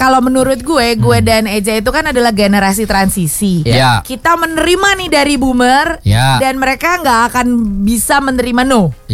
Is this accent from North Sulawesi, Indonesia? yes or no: yes; Manado, North Sulawesi, Indonesia; Aku itu ya memang ada campuran, itu betul. Tapi ya, biar gampang, gue akan bilang gue orang Manado.